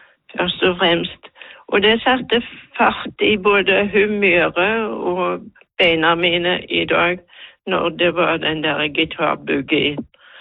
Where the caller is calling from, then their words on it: Haugesund, Rogaland, Norway; Så jeg er enke fra Haugesund, og har hatt et veldig godt og rikt liv, og har en herlig familie. Sitter her med iPaden min og på kjøkkenet i Haugesund